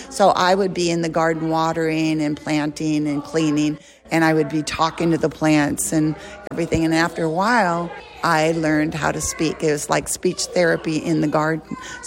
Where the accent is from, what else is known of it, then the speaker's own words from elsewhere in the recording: Barstow, California, United States; accent: New York; So that's where we landed, and that's where I grew up, in Barstow.